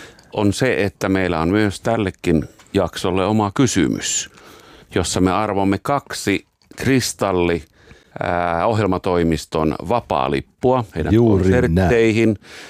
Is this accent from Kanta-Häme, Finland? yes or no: no; Porvoo, Uusimaa, Finland; Meillä Porvoossa edelleen, eikö ole?